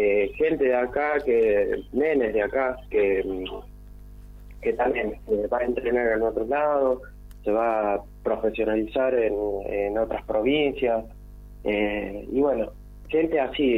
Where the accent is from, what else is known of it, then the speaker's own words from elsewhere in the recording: Catamarca, Argentina; Bueno, yo soy nacido y criado en Catamarca, sí. Yo soy del norte.